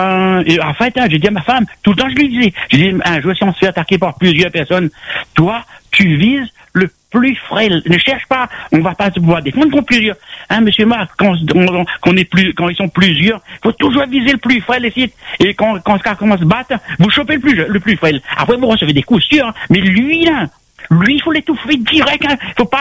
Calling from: Réunion; je suis réunionnais

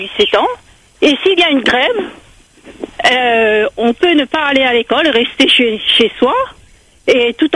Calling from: Réunion

